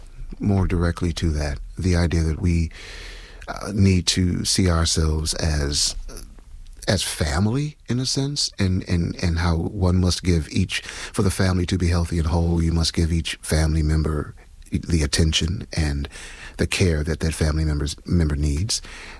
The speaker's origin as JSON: {"language": "English", "town": "Chicago", "region": "Illinois", "country": "United States", "tie": "born there", "also_born_or_lived": "Mississippi", "said": "I was born in the 60s, grew up in the 70s and 80s, right? So where I come from, I was born in Mississippi, so blues was ubiquitous. It was always there. When moving to Chicago, both blues and jazz was ubiquitous."}